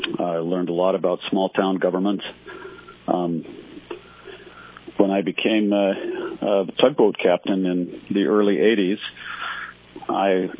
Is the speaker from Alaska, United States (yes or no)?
yes; Aleknagik, Alaska, United States; I grew up in Aleknagik